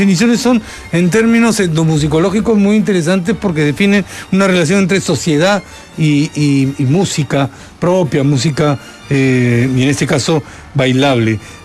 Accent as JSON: {"language": "Spanish", "country": "Peru"}